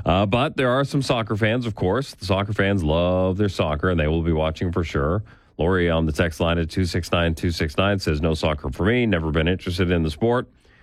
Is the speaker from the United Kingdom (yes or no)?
no; Canada; … says, go Canada, because I'm Canadian.